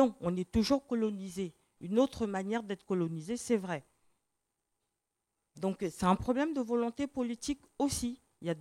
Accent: Gabon; Et moi, je suis originaire du Gabon

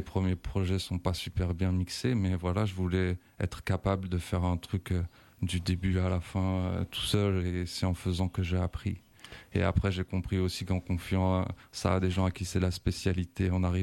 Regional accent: Montreuil, Île-de-France, France; Bah moi, je viens de Montreuil.

